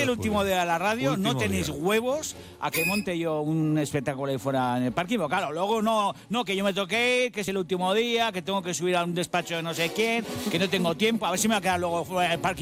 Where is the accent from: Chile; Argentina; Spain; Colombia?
Spain; Basque Country; Yo esto lo hago por orgullo, lo hago por orgullo, porque soy vasco y a mí no me gana ni Bartolo.